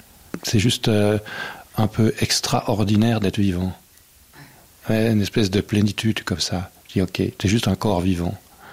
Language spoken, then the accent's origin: French; Switzerland; On était privilégiés quand même. On est des Suisses, là, privilégiés dans un monde de Disneyland.